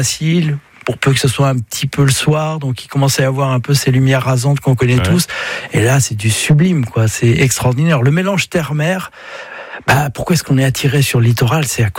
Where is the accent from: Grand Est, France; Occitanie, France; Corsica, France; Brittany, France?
Brittany, France; je suis breton et puis je le ressens profondément.